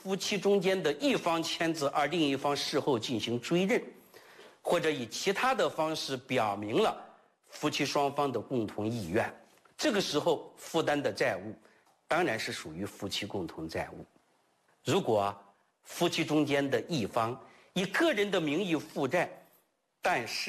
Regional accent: China

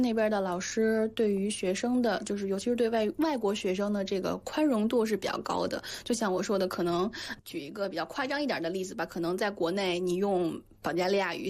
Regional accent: China; moved away as an adult; now in Bulgaria; 我是中国人

